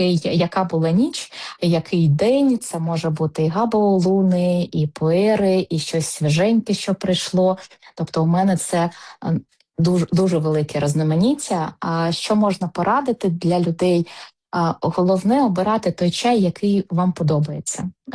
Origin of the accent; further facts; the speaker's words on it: Dnipro, Dnipropetrovsk Oblast, Ukraine; з присвятою до Дніпра. Це моє рідне місто